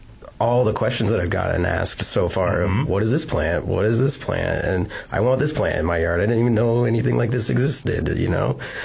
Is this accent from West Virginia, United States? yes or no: no; Omaha, Nebraska, United States; Being born and raised in Omaha, like, I never saw one until I went to, like, one of these remnant prairies